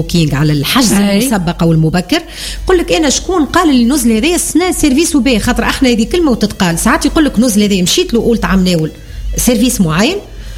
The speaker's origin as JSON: {"language": "Arabic", "country": "Tunisia", "said": "احنا صحيح في طبعنا التونسي"}